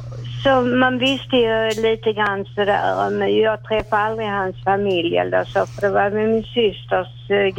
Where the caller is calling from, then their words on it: Malmö, Skåne, Sweden; jag är från Malmö, jag är på Slottsstaden.